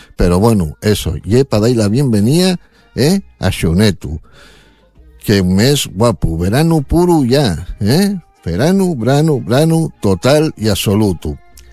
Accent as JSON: {"language": "Spanish", "region": "Asturias", "country": "Spain", "said": "Vaya como somos los asturianos, tío."}